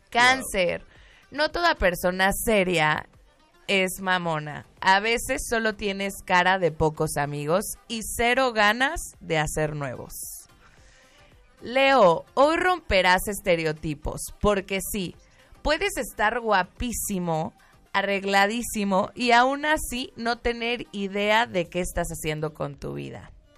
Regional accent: Mexico; yo soy mexicana y pues no entro en el estereotipo mexicano.

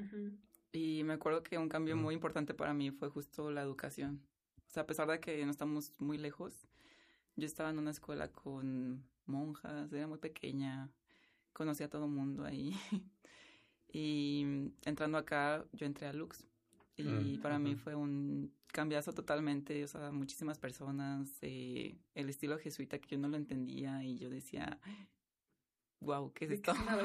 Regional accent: Guanajuato, Mexico; born there; now in León, Mexico; yo soy de Guanajuato capital, de hecho. Sí, allá mi tierra natal.

